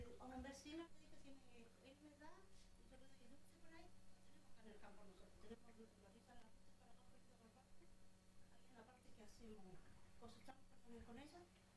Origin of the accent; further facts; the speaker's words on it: Las Ovejas, Neuquén, Argentina; Yo me crié en Las Ovejas, en el campo